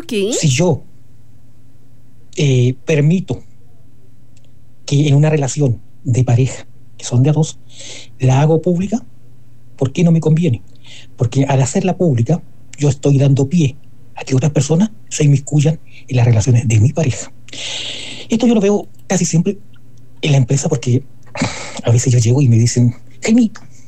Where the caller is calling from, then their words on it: Chillán, Ñuble, Chile; Muy buenas noches desde Chillán, Chile